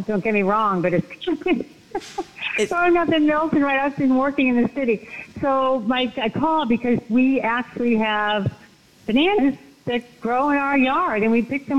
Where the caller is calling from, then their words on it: Puerto Rico; I am calling from Puerto Rico.